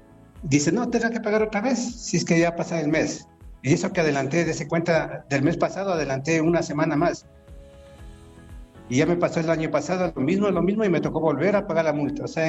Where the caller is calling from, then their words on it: Cuenca, Azuay, Ecuador; Aquí le llamo de Cuenca